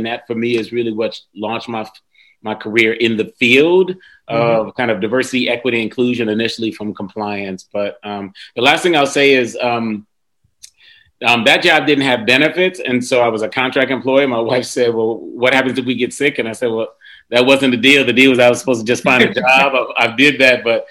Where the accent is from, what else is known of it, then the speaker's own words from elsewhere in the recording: Cleveland, Ohio, United States; born there; Cleveland, Ohio, which is where I was born. They didn't even have me born on a plane flying over for dual citizenship. So I was born in Cleveland, Ohio, man. But really appreciated that kind of island upbringing